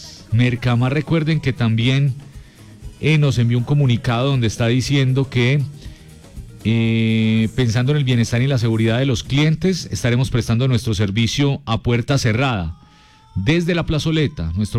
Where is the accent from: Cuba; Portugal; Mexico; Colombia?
Colombia; Pereira, Risaralda; lo que somos los pereiranos